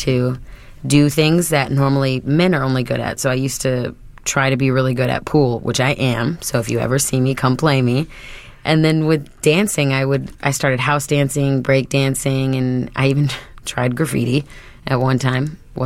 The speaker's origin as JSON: {"language": "English", "town": "Dunlap", "region": "Illinois", "country": "United States", "also_born_or_lived": "Peoria", "moved": "yes", "lives_now": "Chicago, United States", "said": "I'm originally from Peoria, or Dunlap, nobody knows where that is. And what drew me to Chicago was that there was so much diversity here and so much culture. And from where I came, that didn't really exist."}